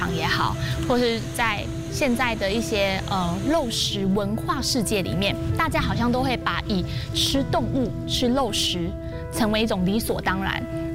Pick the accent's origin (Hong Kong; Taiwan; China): Taiwan; 我们台湾人喜欢吃日本料理